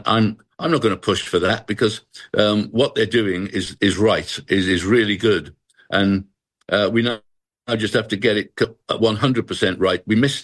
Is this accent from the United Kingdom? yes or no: yes; Wrexham, Wales, United Kingdom; We had an ancient city just up the road in Chester. So Chester was like the, for want of a better word, the snobby, you know, city.